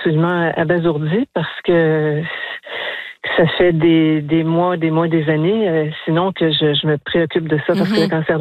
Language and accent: French; Magdalen Islands, Quebec, Canada; Je suis de la Madeleine